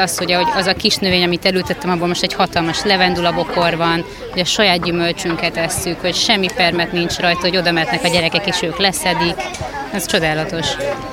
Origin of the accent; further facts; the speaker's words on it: Budapest, Hungary; moved away as an adult; Én is Pesten nőttem föl, én nagyon szerettem ott lakni, nehéz volt eljönnöm